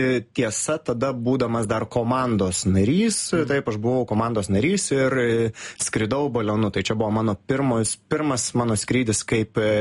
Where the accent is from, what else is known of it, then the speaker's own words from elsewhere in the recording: Pivašiūnai, Alytus County, Lithuania; moved away as an adult; aš gimiau, užaugau Pivašiūnuose, 25 km nuo Alytaus